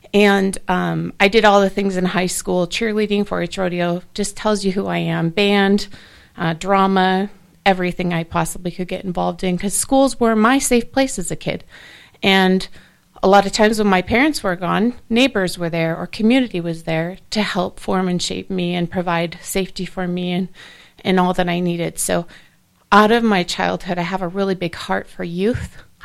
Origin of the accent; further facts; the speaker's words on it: South Dakota, United States; moved away; I was born and raised in South Dakota.